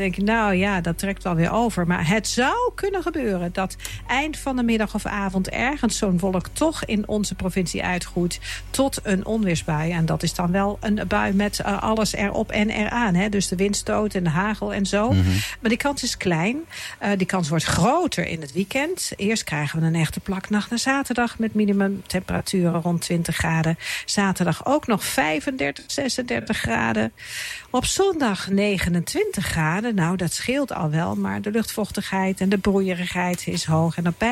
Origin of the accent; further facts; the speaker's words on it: Overijssel, Netherlands; ik kom uit Twente